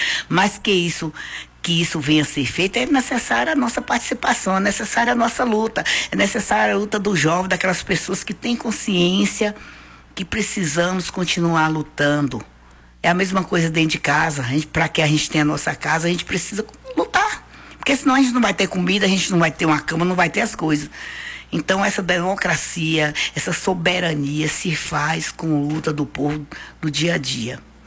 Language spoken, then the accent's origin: Portuguese; Brazil; a gente pode falar que nós somos brasileiros